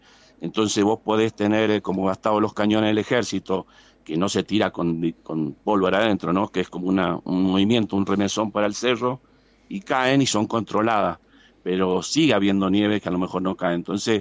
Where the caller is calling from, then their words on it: Mendoza, Argentina; Yo vivo en Mendoza